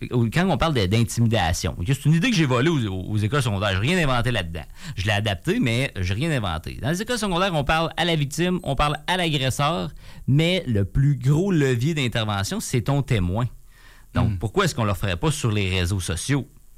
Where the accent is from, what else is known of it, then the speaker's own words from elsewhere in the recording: Quebec, Canada; Moi, je viens de la Beauce.